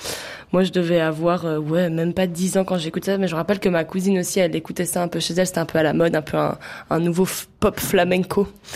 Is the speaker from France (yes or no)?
no; Galicia, Spain; enfin moi je viens du nord de l'Espagne, je viens de Galice. Puis c'est pas du tout dans notre culture, nous c'est vraiment la musique traditionnelle, la cornemuse, les percussions